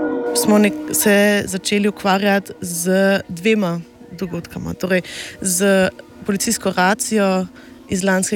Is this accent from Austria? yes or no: yes; Sittersdorf, Carinthia, Austria; moved away as an adult; also born or lived in Vienna, Austria; now in Ljubljana, Slovenia; jaz sem doma iz Gorič pri Žitari vasi. Sem koroška Slovenka in najprej sem študirala na Dunaju vede gledališča, filme in medijev